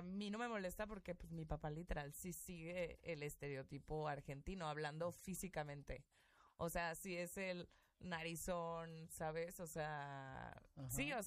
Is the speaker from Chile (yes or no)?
no; Mexico